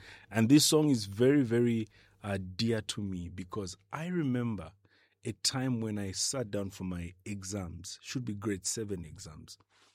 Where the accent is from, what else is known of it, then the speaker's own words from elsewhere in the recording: Kalulushi, Copperbelt, Zambia; You know, I grew up in Kalulushi